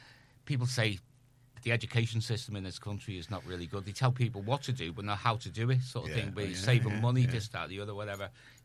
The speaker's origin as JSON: {"language": "English", "town": "Liverpool", "region": "North West England", "country": "United Kingdom", "tie": "born or raised there", "said": "I was brought up in Everton"}